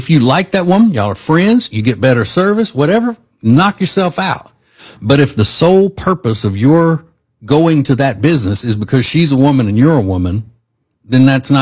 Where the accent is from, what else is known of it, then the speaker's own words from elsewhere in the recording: Louisiana, United States; I grew up in Louisiana in a small town, and there was no diversity in my town. The town was and still is 50% white, 50% black.